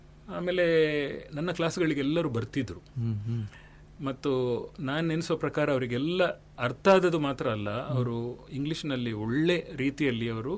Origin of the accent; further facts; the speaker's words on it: Bengaluru, Karnataka, India; moved away as an adult; now in Mangaluru, India; ನಾನು ಹುಟ್ಟಿದ್ದು ಮಂಗಳೂರಲ್ಲಿ. 3 ತಿಂಗಳು ಮಗು ಇರುವಾಗ ನನ್ನನ್ನು ಬೆಂಗಳೂರಿಗೆ ಕರ್ಕೊಂಡು ಹೋದ್ರು ನನ್ನ ತಂದೆ ತಾಯಿ. ಅವರಿಬ್ಬರು ಅಲ್ಲಿ ಕೆಲಸ ಮಾಡ್ತಿದ್ರು. ಅದರಿಂದ ನನ್ನ ಇಡೀ ವಿದ್ಯಾಭ್ಯಾಸ ಬೆಂಗಳೂರಿನಲ್ಲಿ ಆಯ್ತು.